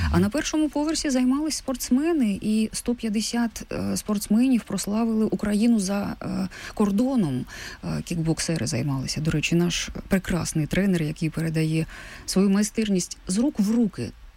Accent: Horlivka, Donetsk Oblast, Ukraine; moved away; я з Донбасу, з Донецької Горлівки. В Донецьку працювала на радіо в FM-форматі.

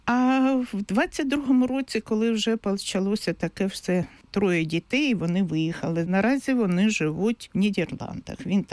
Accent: Makiivka, Donetsk Oblast, Ukraine; also born or lived in Myrnohrad; Взагалі, я народилася в Макіївці. Нас в родині було троє дітей, я і два братика.

